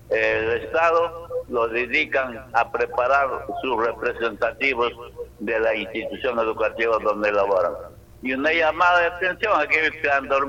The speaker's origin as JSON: {"language": "Spanish", "town": "Huarmaca", "region": "Piura", "country": "Peru", "moved": "yes", "said": "soy de Huarmaca. Y Huarmaca pertenece a la provincia de Huancabamba."}